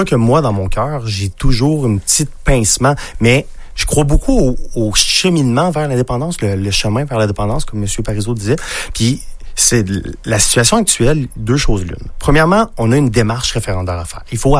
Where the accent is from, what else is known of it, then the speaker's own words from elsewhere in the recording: Chandler, Quebec, Canada; Moi, je viens sur de Chandler, mais de Parbeau précisément.